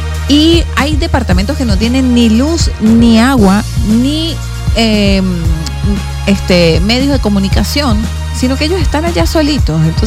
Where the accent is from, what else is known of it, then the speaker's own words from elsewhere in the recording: Venezuela; Porque nosotros como venezolanos somos así.